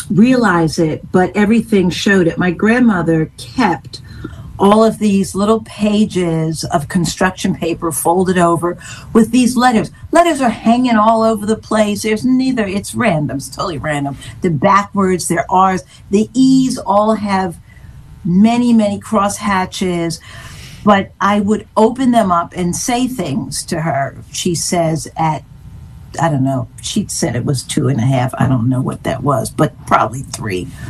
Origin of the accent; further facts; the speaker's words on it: Philadelphia, Pennsylvania, United States; I grew up in West Philadelphia.